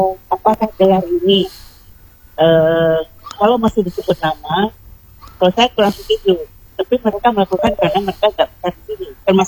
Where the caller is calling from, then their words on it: Padang, West Sumatra, Indonesia; Saya sekarang ada di Padang. Karena saya kuliah di Padang. Terus saya mencoba tinggal di sini.